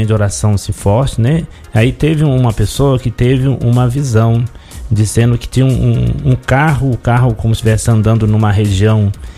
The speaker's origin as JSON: {"language": "Portuguese", "town": "Contagem", "region": "Minas Gerais", "country": "Brazil", "tie": "born or raised there", "also_born_or_lived": "Belo Horizonte", "moved": "as an adult", "lives_now": "Cachoeira Paulista, Brazil", "said": "Só que eu, muito mineiro, com medo de sair lá da minha região, nunca tinha saído de Minas para São Paulo"}